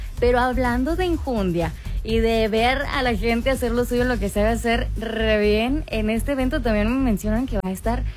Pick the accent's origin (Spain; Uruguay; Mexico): Mexico; northern Mexico; Oigan, y como buenos norteños no nos cansamos de festejar.